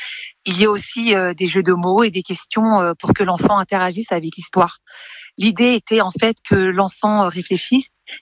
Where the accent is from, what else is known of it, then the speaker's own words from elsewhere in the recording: Paris, Île-de-France, France; born there; now in Le Havre, France; je suis parisienne de naissance, mais dorénavant, je suis havraise